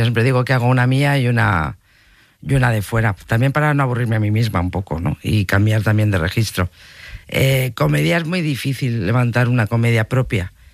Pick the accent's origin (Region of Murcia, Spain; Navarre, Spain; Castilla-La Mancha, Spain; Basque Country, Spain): Basque Country, Spain; Bilbao; now in Madrid, Spain; Soy de Bilbao, pero vivo en Madrid porque, sabes, que de pequeño el cine no estaba más que aquí, en el centro.